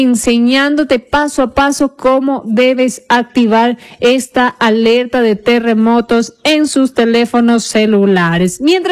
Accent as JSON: {"language": "Spanish", "country": "Ecuador"}